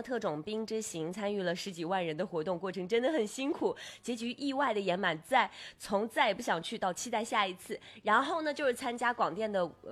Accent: Inner Mongolia, China; 我锡林郭勒盟的

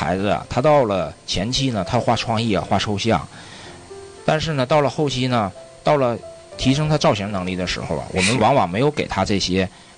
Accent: Yingkou, Liaoning, China; 我的家乡有大海，有鲅鱼公主，有望儿山

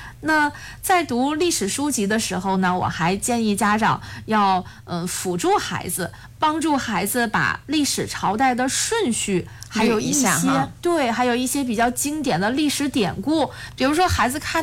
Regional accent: China; 我们中国人

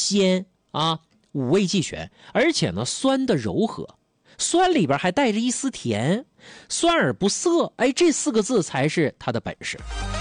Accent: Harbin, Heilongjiang, China; 我出生在哈尔滨啊

